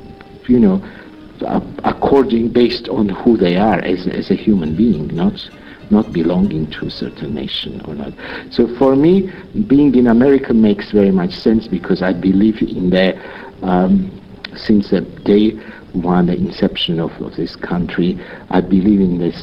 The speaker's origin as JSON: {"language": "English", "country": "Armenia", "tie": "born or raised there", "moved": "as an adult", "said": "the way I grew up in Armenia, anti-Semitism did not exist."}